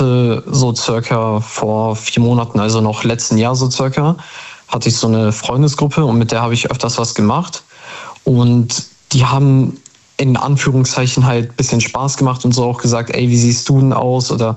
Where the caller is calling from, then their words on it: Bremen, Germany; ich komme aus Bremen, also Nähe Bremen.